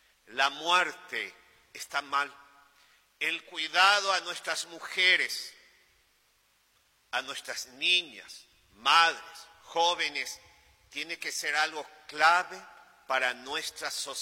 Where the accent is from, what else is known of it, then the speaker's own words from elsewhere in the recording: Paraguay; nuestra identidad como paraguayos